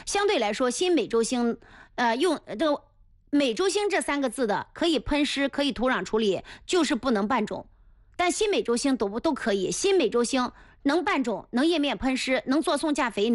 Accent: Anhui, China; 是咱们安徽人自己培育的品种

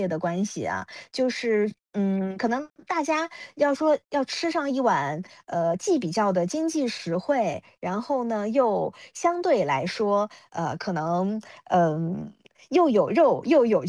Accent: Hangzhou, Zhejiang, China; 我们呢在杭州方言当中很多的儿化音，它的这个儿它是要发出来的

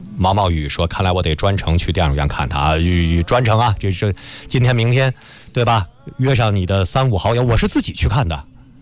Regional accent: China; 我们是中国人

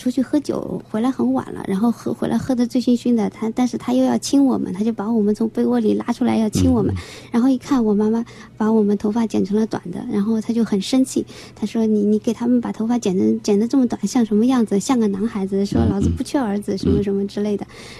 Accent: Anhui, China; 在我们安徽的乡下，就是像我们这样有五个女儿的一个家庭

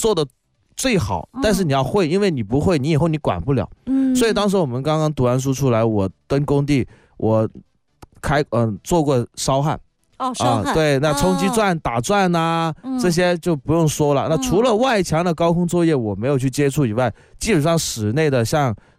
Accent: Guangdong, China; 我们广东话的偷街

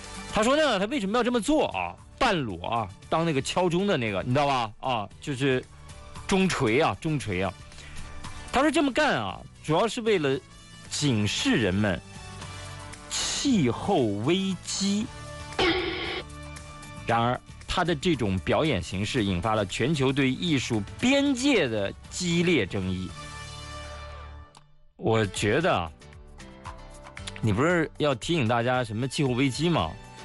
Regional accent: Shanxi, China; 把目光投向我的老家山西啊。

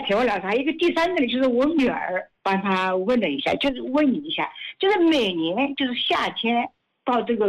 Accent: Jiangsu, China; 哦，我是江苏的

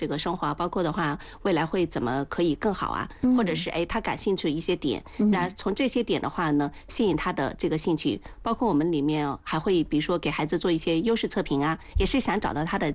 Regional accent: China; 我们中国人很多时候对于心理这样的一些问题或

